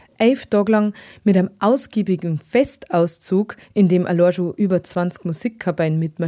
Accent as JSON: {"language": "German", "town": "Straubing", "region": "Bavaria", "country": "Germany", "tie": "born or raised there", "said": "Für mich als gebürtige Straubingerin"}